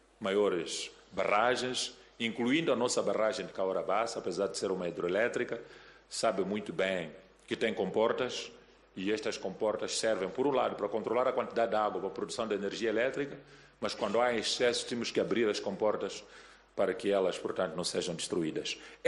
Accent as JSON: {"language": "Portuguese", "country": "Mozambique", "said": "é o que nós todos pretendemos como moçambicanos"}